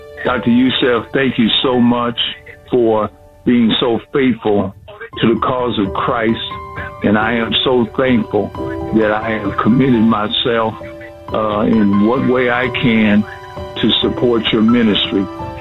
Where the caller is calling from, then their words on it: Tecumseh, Ontario, Canada; I'm calling from Tecumseh, Ontario, Canada.